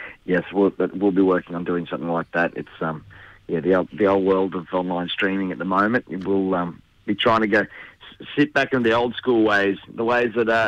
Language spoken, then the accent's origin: English; Casino, New South Wales, Australia; I'm from Casino, and Casino is the official beef capital of Australia